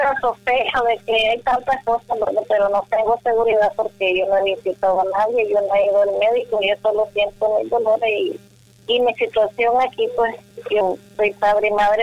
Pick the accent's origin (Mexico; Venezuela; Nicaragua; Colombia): Nicaragua; now in Panama; Yo soy nicaragüense.